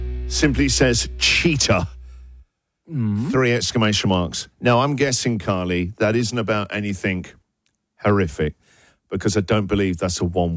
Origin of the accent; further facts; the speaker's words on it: Australia; There are two things that happened this week on the show that made me think this is a unique thing to being Australian.